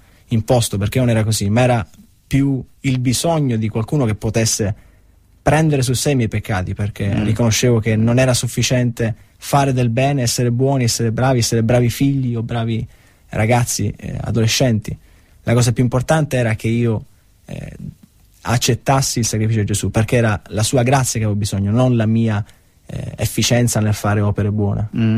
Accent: Villafranca Tirrena, Sicily, Italy; also born or lived in Messina; now in Perugia, Italy; io sono di Messina, quindi sono nato a Messina e sono cresciuto in un paese vicino Messina, un piccolo paese, Villafranca Tirrena, al quale sono molto attaccato, però non vivo più lì purtroppo, adesso vivo a Perugia.

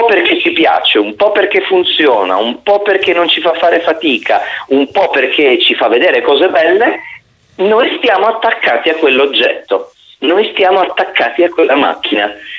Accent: Turin, Piedmont, Italy; io sono di Torino come hai ricordato

